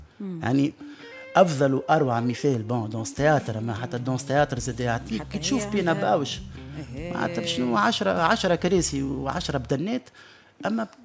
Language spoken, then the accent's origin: Arabic; Tunisia; accent: Tunisian dialect